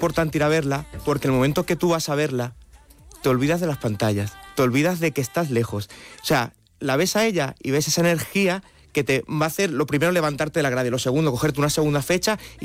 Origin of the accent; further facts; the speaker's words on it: Asturias, Spain; now in Madrid, Spain; Yo soy de Asturias.